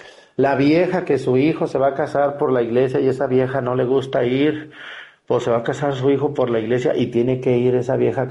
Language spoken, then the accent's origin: Spanish; Mexticacán, Jalisco, Mexico; yo de niño aprendí en Mexicacán, cuando me llevaba mi abuela a rezar rosarios de los muertos